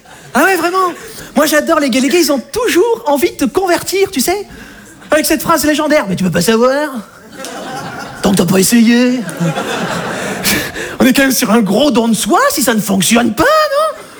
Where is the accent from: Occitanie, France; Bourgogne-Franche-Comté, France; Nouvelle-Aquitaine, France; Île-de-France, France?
Nouvelle-Aquitaine, France; Monbazillac; je viens de Montbazillac, dans le sud-ouest de la France